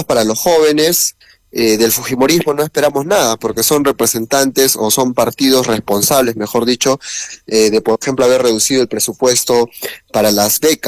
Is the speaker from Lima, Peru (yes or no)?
no; Arequipa, Peru; creemos que como arequipeños